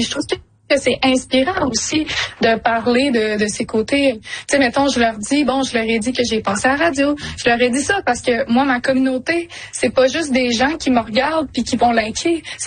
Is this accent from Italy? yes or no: no; Quebec, Canada; Et moi, je suis québécoise, puis je veux mettre le Québec en valeur.